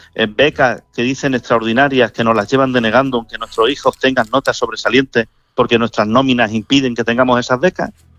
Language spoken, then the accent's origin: Spanish; Torres de Albanchez, Andalusia, Spain; Mi pueblo es Torres de Arbanchez